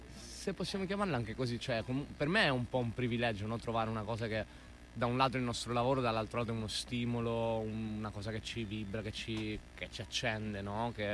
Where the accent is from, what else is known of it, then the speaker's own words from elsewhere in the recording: Catania, Sicily, Italy; Io sono catanese